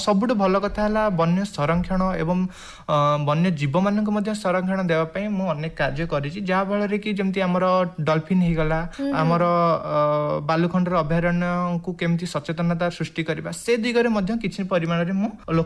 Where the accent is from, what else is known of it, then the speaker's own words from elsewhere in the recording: Indipur, Odisha, India; ଦେଖନ୍ତୁ, ମୁଁ ଗୋଟେ ଛୋଟ ଗାଁରୁ ଆସିଛି, ଡେଲାଙ୍ଗର ଇନ୍ଦିପୁର ଗ୍ରାମରୁ ଆସିଛି। ତେଣୁ ଯେହେତୁ ମୁଁ କହିଛି ମୋ ସାଙ୍ଗସାଥିମାନଙ୍କଠୁ ମିଶିବା ଦିନରୁ, ମୋ ପିଲାବେଳୁ ଗଛ ପ୍ରତି ଗୋଟେ ବହୁତ ଭଲ ପାଇବା ଥାଏ।